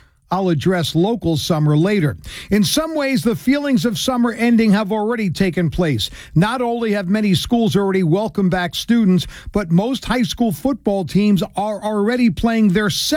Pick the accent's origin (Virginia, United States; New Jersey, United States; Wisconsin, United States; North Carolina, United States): New Jersey, United States; Seaside Heights; when I was a kid growing up in Seaside Heights